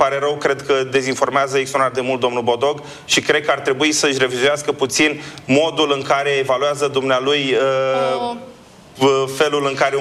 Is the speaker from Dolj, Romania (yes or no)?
no; Bucharest, Romania; și eu sunt bucureștean